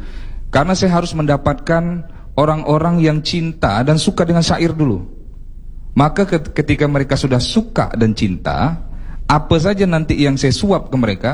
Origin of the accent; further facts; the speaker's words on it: Bengkalis, Riau, Indonesia; moved away as an adult; now in Tanjung Pinang, Indonesia; karena saya aslinya Riau, lahir dan besar di Riau, di Bengkalis. 2009 saya baru di sini.